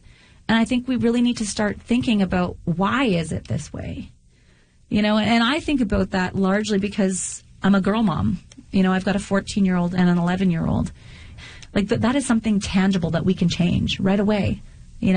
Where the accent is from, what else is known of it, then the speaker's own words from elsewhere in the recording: Dauphin, Manitoba, Canada; I think even for myself growing up in Dauphin, there were only, you know, one or two instructors.